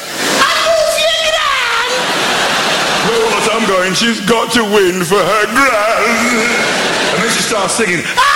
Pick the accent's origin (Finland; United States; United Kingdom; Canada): United Kingdom; Dudley, West Midlands; I grew up in Dudley, in the West Midlands.